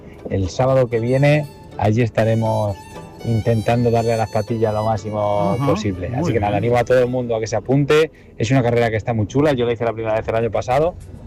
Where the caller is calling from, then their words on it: Carrión, Spain; desde Carrión